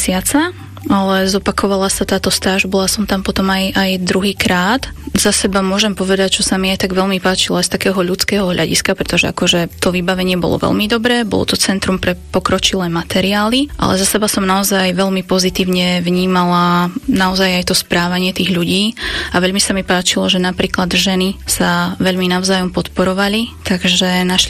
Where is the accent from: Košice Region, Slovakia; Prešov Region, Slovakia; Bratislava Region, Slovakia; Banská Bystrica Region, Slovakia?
Banská Bystrica Region, Slovakia; Beňuš; pochádzam z malebnej horehronskej dedinky Beňuš, ktorá sa nachádza medzi Nízkymi Tatrami a Fabovou Hoľou a táto dedinka sa spája aj s našimi folklórnymi tradíciami.